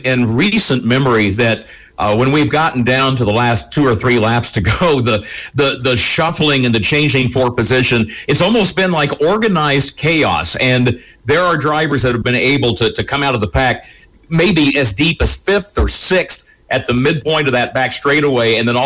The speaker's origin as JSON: {"language": "English", "region": "Midwest", "country": "United States", "tie": "born there"}